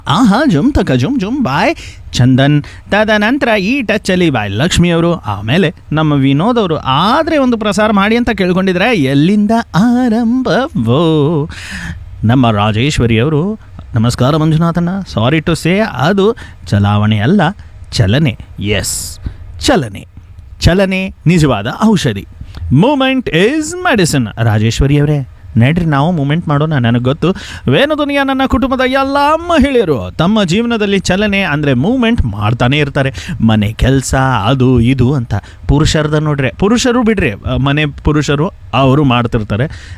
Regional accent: Belagavi, Karnataka, India

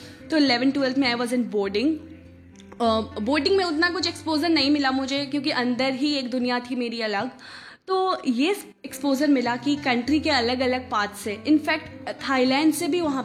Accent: Bihar, India; मैं बिहार से बिलोंग करती हूँ।

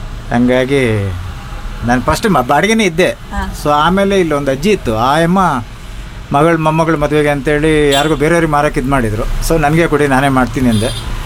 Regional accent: Shivamogga, Karnataka, India; ಇಲ್ಲೇ ಶಿವಮೊಗ್ಗದಲ್ಲೇ ನಾನು ಹುಟ್ಟಿದ್ದು. ನನ್ನ ವಿದ್ಯಾಭ್ಯಾಸ ಎಲ್ಲ ಶಿವಮೊಗ್ಗನೇ

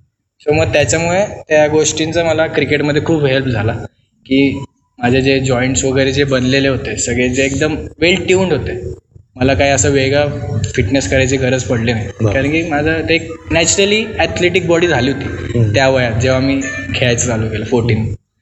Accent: Sherpur, Maharashtra, India; जेव्हा मी लहान होतो ना तेव्हा आधी व्हायची तर त्या ज्या मॅचेस होत्या त्या आमच्या गाव शेरपूरला आहे झाल्या होत्या.

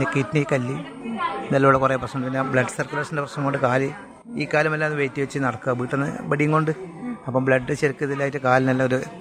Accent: Kerala, India; താഴെപ്പഴച്ചി.

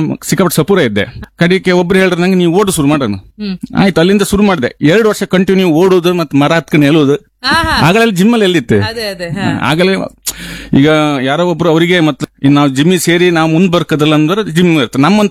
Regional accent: Koteshwara, Karnataka, India; born there; now in Basrur, India; ಬಸರೂರು ಮೊದಲು ಹುಟ್ಟದ್ದು ಕೋಟೇಶ್ವರ.

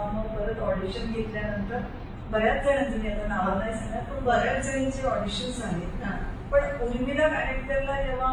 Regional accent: Wardha, Maharashtra, India; also born or lived in Nagpur / Amravati; मी जन्म नागपूरचा, मग नंतर वर्धेला काही वर्ष माझं शिक्षण झालं, मग तिथनं अमरावतीला आलो.

